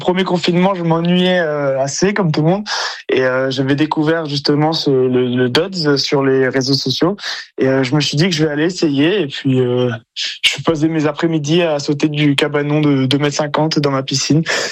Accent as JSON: {"language": "French", "town": "Bordeaux", "region": "Nouvelle-Aquitaine", "country": "France", "tie": "born or raised there", "moved": "as an adult", "said": "moi je suis bordelais, oui. De naissance, et j'y ai vécu 20 ans. Et là maintenant je vous parle, je suis à Bordeaux, oui. Je reviens fréquemment."}